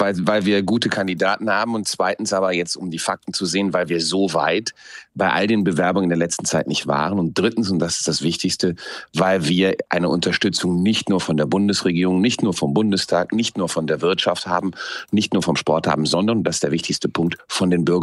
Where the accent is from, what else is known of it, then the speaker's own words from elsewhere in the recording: Krefeld, North Rhine-Westphalia, Germany; Der geborene Uerdinger und Niederrheiner, das ist ja die Fortentwicklung des Rheinländers